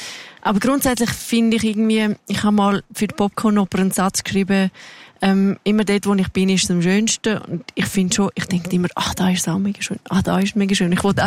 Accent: Graubünden, Switzerland; born there; moved away; also born or lived in Zurich

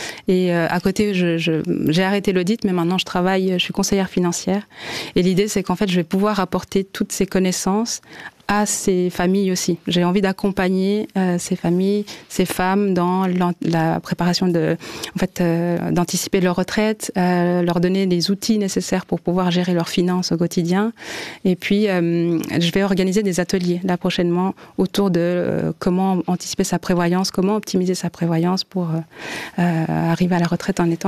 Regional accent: Rwanda; born or raised there

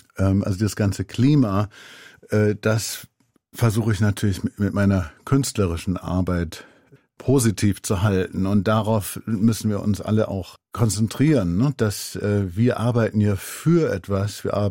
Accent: Remscheid, North Rhine-Westphalia, Germany; ich habe in meiner Heimatstadt Remscheid vor 2-3 Jahren viel fotografiert.

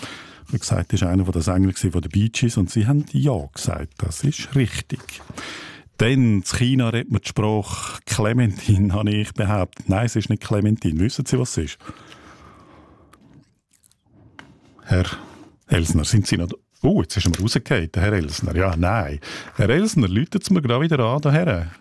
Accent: Aargau, Switzerland; Wir sind ja beide Aargauer.

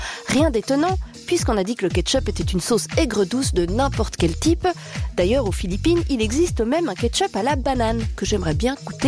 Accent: Switzerland; Chez nous, en Suisse

